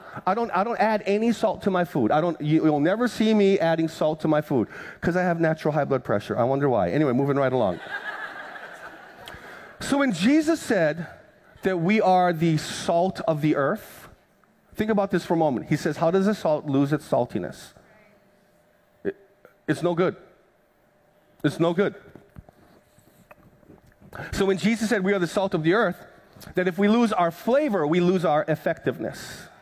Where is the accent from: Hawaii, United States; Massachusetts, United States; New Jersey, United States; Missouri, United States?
Hawaii, United States; But back when I was growing up on the Big Island, my Filipino grandma would go to the ice box, grab out, just go ahead, get a popsicle